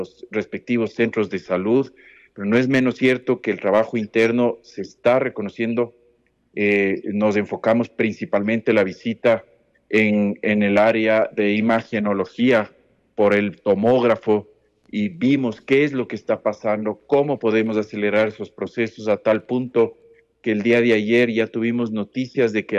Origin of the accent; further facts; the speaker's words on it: Ambato, Tungurahua, Ecuador; soy una persona muy querendona de mi tierra, de mi Ambato, de mi Tungurahua.